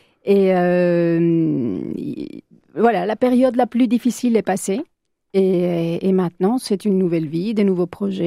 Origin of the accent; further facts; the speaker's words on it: Colombia; moved away as an adult; now in Bordeaux, France; moi-même, je viens de la Colombie et qui après être arrivée sur Bordeaux en 2017, quelque chose comme ça